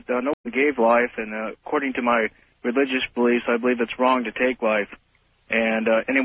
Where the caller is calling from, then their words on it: Oregon, United States; I'm in west of Portland, Oregon.